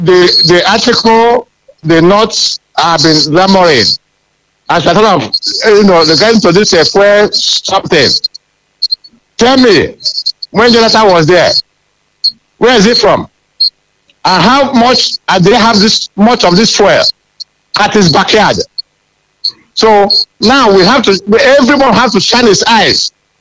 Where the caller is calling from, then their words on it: Ibadan, Oyo, Nigeria; I'm calling here in Ibadan.